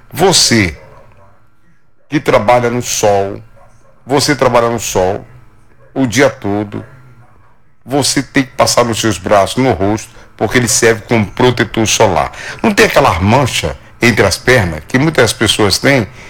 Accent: Santa Inês, Maranhão, Brazil; born there; minha santa Inês, minha terra querida. Eu era menino nessa época

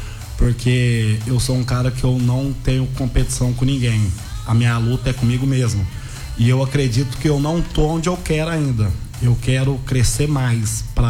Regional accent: Uberlândia, Minas Gerais, Brazil; now in Guanambi, Brazil; sou de Uberlândia, Minas Gerais, tenho 36 anos

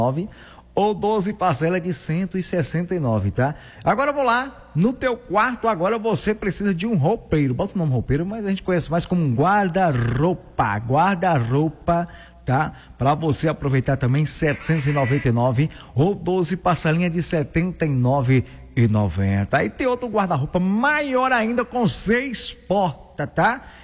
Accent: Igaporã, Bahia, Brazil; now in Caetité, Brazil; Eu sou de Igaporã

